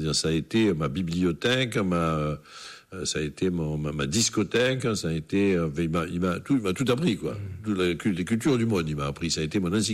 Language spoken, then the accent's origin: French; Marseille, Provence-Alpes-Côte d'Azur, France; born or raised there